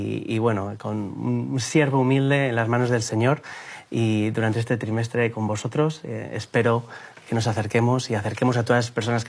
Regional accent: Madrid, Community of Madrid, Spain; soy de Madrid, soy chulapo

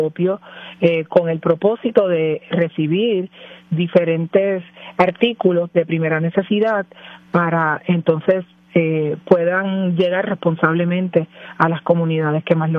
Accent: Puerto Rico; Somos los puertorriqueños

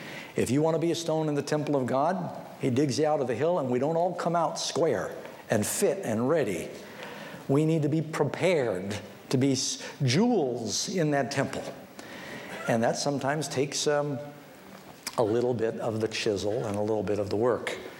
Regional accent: California, United States; Where are you from? I'm from California. You're from California. I'm from California.

